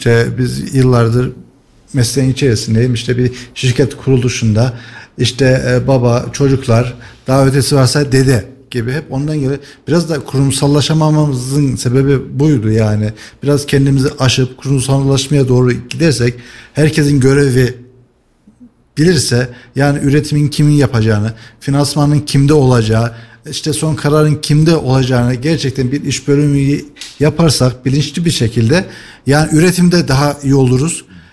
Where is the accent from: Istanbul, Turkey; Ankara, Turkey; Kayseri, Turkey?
Kayseri, Turkey; Bir Kayserili olarak.